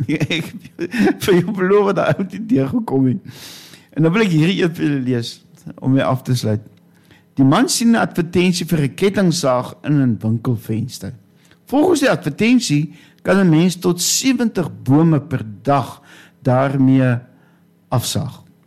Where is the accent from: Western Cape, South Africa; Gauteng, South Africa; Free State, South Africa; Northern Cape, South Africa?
Northern Cape, South Africa; accent: Namaqualand Afrikaans; ek ken het dus met my Namakolandse taal